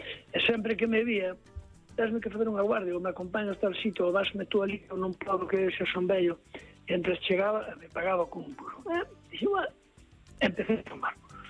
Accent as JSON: {"language": "Galician", "town": "Santiago de Compostela", "region": "Galicia", "country": "Spain", "tie": "born or raised there", "said": "eu criei-me en Santiago, meu padre foi a meu de Coruña a traballar ao Hospital Provincial, o vello de Santiago, cando se inaugurou, traballaba ali, eu nací ali, meu pai traballaba ali, tuve en contacto ali con todo o mundo, bueno, criei-me ali"}